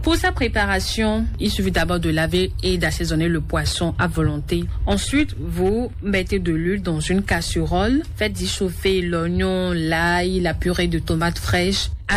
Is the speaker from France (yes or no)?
no; Mono, Benin; now in Cotonou, Benin; chez nous, dans le Mono